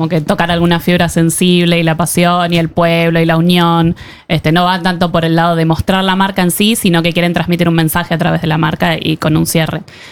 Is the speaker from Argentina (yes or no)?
yes; Buenos Aires, Argentina; al menos en Buenos Aires, voy a hablar como porteño por lo que conozco